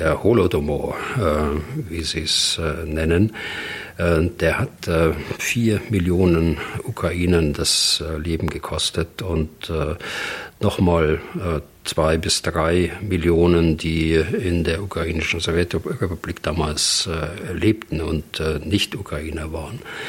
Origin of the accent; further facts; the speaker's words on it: Germany; als ehemaliger General, als Deutscher auch